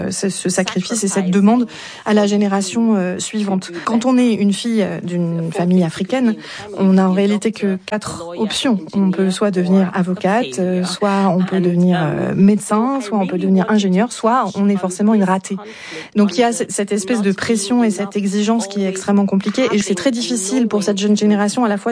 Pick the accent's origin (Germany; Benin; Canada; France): Germany; Et moi, j'ai grandi effectivement avec des gens qui me disaient que j'étais trop noire pour être allemande et qui me disaient qu'il fallait que je rentre chez moi.